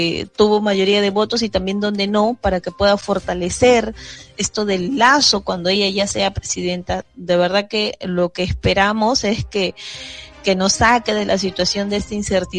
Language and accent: Spanish; Peru